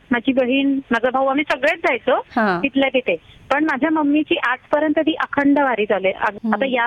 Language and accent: Marathi; Pune, Maharashtra, India; मी पेठेत राहायला माझं बालपण गेलं, म्हणजे गुरुवार पेठेत